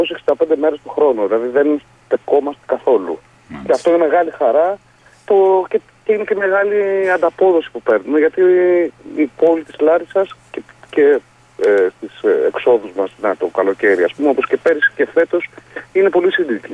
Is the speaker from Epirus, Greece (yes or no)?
yes; Ioannina, Epirus, Greece; σας είπα ότι είμαι από τα Γιάννενα